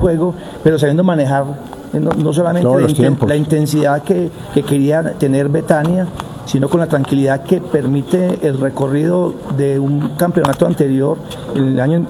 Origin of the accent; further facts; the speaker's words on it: Puerto Rico; Quienes tenemos que buscar el marcador somos los puertorriqueños